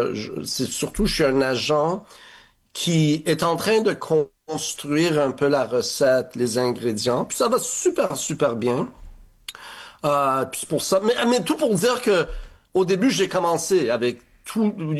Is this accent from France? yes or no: no; Montreal, Quebec, Canada